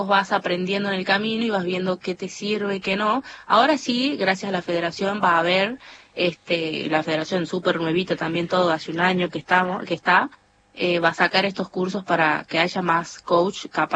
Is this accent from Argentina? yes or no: yes; North, Argentina; Nos dicen, no sé, vos no tenés acento de Argentina o no pareces argentina, y en realidad es porque soy norteña